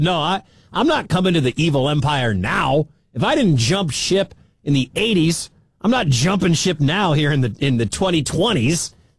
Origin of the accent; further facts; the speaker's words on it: Detroit, Michigan, United States; like I was born in Detroit, okay?